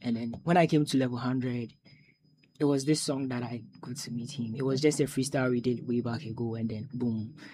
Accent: Konongo, Ashanti, Ghana; now in Cape Coast, Ghana; I'm from Konongo. But then currently I'm in Cape Coast.

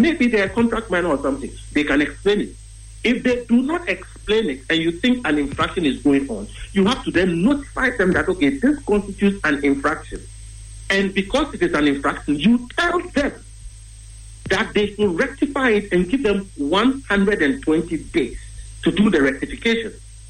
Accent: Ghana

